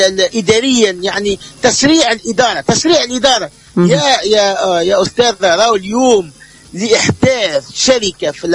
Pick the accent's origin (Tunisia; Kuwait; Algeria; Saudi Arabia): Tunisia; moved away; انا تونسي، انا عندي بطاقه تعريف التونسيه.